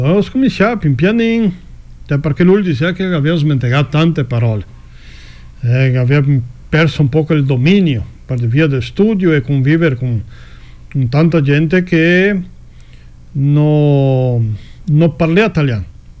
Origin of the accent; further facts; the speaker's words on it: São João do Sul, Santa Catarina, Brazil; sono di San John do Sul Santa Catarina.